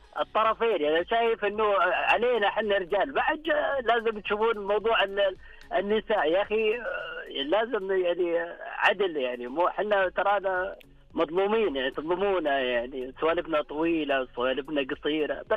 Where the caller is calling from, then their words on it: Riyadh, Riyadh Province, Saudi Arabia; من الرياض الحبيبة